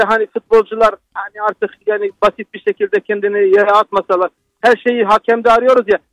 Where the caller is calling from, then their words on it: Şanlıurfa, Turkey; Şanlıurfa'dan arıyorum.